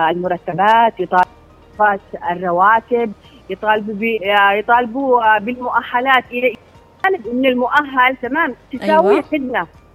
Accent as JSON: {"language": "Arabic", "region": "Aden", "country": "Yemen", "said": "نحن أبناء عدن ما يعتمدون إلا على رواتبهم."}